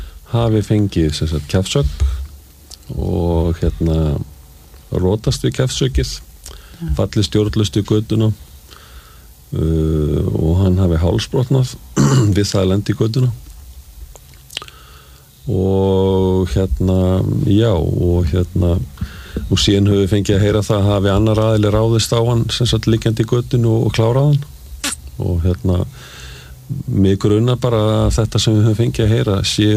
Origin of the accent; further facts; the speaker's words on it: Reykjavík, Capital Region, Iceland; Ég alveg upp í Reykjavík